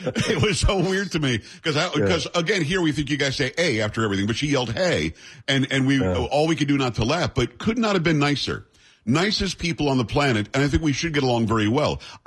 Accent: Florida, United States; also born or lived in New York / Michigan; now in Texas, United States; I'm from New York originally, grew up in Florida, spent a lot of time in Michigan. I'm in Texas now for 21 years.

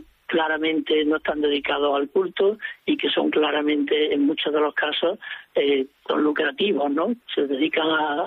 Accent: Córdoba, Andalusia, Spain; Yo que soy de Córdoba, ¿quién puede poner un precio a la mezquita de Córdoba?

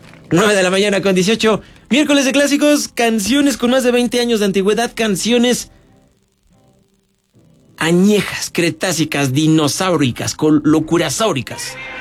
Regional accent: Querétaro, Mexico; born there; la feria de mi pueblo, que es la misma feria de Querétaro

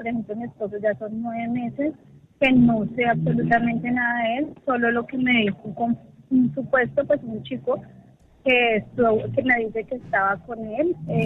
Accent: Ibagué, Tolima, Colombia; hemos hecho acá en Ibagué, porque soy de Ibagué

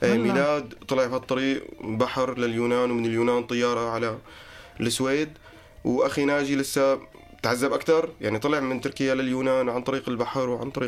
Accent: Syria; also born or lived in Lebanon; now in Hamburg, Germany; أنا طلعت من لبنان طلعت بفيزا دراسة شوي مدلل أكثر من الناس السوريين البقية

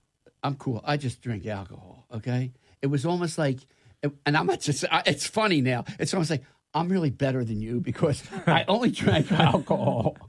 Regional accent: Pennsylvania, United States; I'm from Delco.

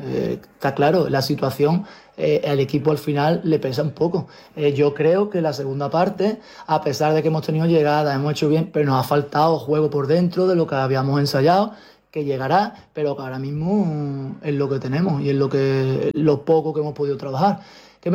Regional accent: Morón de la Frontera, Andalusia, Spain; yo soy de Morón y esto me coge muy cerca.

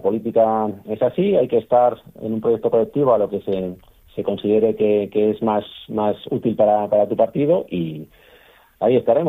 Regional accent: León, Castile and León, Spain; now in Madrid, Spain; León siempre será mi casa, siempre vuelvo a León porque es mi casa y porque lo más importante que tengo, que es mi hijo, vive en León. Por tanto, vuelvo con mucha asiduidad a León.

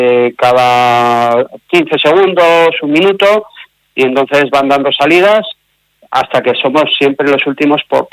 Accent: Spain; Somos los únicos españoles que vamos.

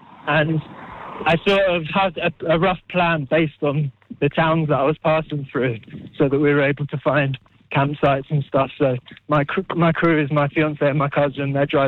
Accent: London, United Kingdom; I'm from London

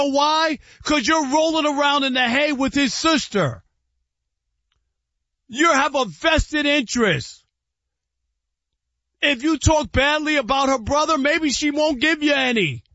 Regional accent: New York, United States; I grew up in New York, and I heard people, play-by-play people, talk about bad plays.

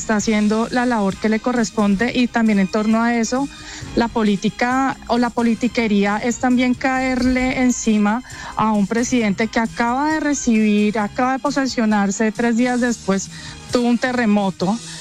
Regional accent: Buga, Valle del Cauca, Colombia; now in Bogotá, Colombia; yo soy de Buga

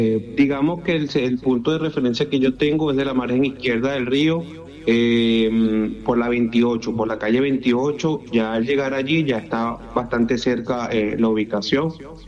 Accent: Venezuela; aquí todos somos venezolanos, aquí todos somos una sola patria

